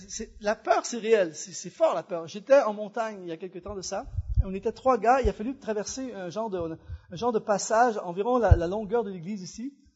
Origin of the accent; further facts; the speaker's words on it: Canada; Chez nous, au Canada, il y a plein de gens qui ont peur des araignées.